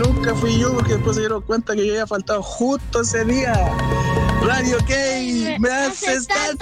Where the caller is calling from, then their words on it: Iquique, Tarapacá, Chile; Oye, te hablo de Iquique.